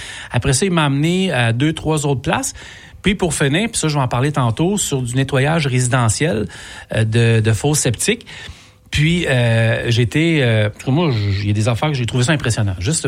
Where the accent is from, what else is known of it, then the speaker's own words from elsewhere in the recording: Saint-Jérôme, Quebec, Canada; Mais je viens de Saint-Jérôme.